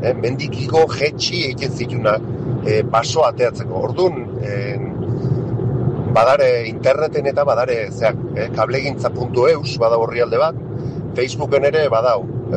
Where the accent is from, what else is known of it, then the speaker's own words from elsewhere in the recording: Ataun, Basque Country, Spain; Ba, bai, bida, ni ataungoa naiz, eta nik nire gaztaron ezagutu ditut kablek martxan.